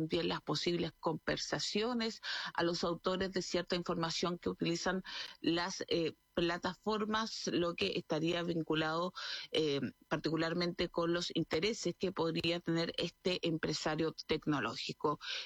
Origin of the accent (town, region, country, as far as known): Chile